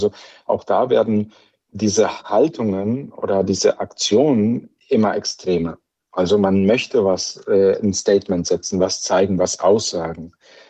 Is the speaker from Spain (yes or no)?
yes; Spain; born or raised there